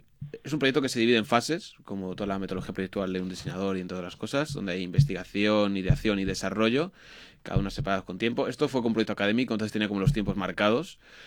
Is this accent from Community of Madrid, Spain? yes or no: yes; Fuenlabrada, Community of Madrid, Spain; soy de aquí de Fuenla.